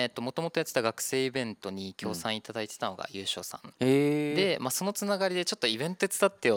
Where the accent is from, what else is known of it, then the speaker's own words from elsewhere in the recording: Urasoe, Okinawa, Japan; 僕沖縄です。